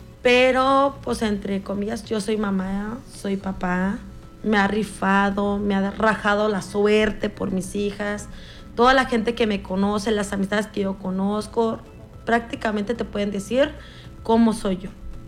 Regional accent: Fresnillo, Zacatecas, Mexico; De Fresnillo, Zacatecas. Okay. Entonces, acá no tengo mamá, papá ni hermanos.

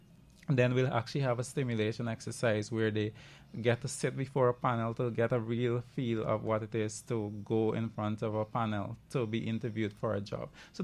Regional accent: Pomeroon-Supenaam, Guyana; I'm from Essequibo. I'm actually from the Essequibo Coast. I live and work there.

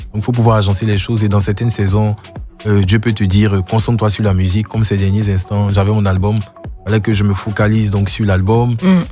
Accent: Côte d’Ivoire; now in Abidjan, Côte d'Ivoire; En fait, je suis de Gagnois et de Giglo.

